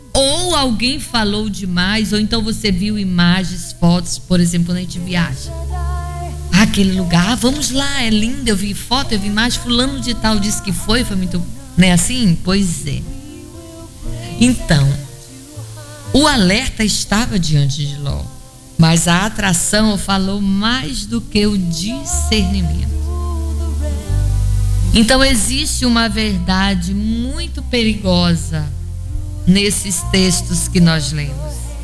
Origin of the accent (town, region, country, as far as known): Vitória do Mearim, Maranhão, Brazil; born there